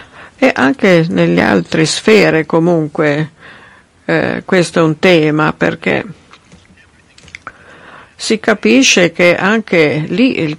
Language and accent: Italian; Russia; Io sono una cittadina russa